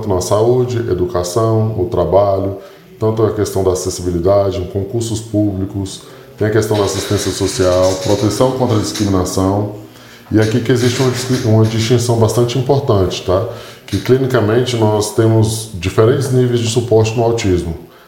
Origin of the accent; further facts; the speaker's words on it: Brasília, Federal District, Brazil; Sim, sou de Brasília.